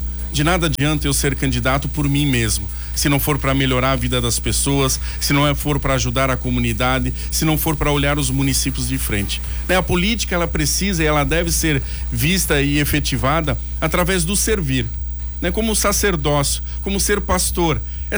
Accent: Timbó, Santa Catarina, Brazil; Fui vereador em Timbó, né? Na minha cidade natal, sou natural de Timbó, fui vereador lá aos 22 anos de idade

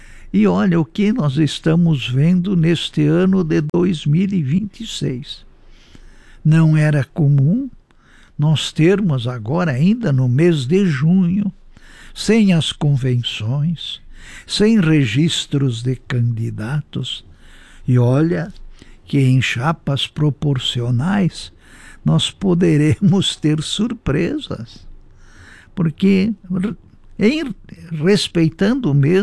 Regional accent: Brazil

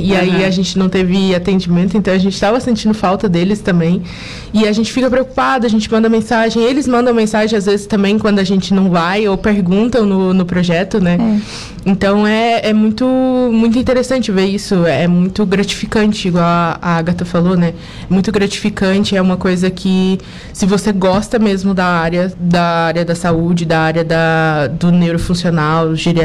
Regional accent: Goiás, Brazil; moved away; Eu sou de Goiás.

